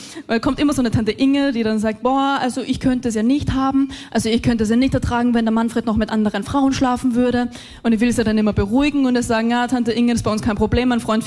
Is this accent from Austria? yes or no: yes; Austria; Ja, und dann hören sie, wir sind aus Österreich und wissen, ah, okay, sie sind beides.